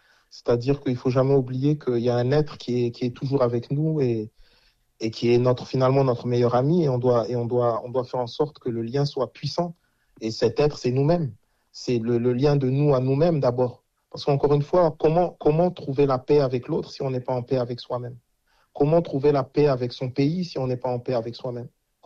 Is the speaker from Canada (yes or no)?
no; France; nous sommes des Français.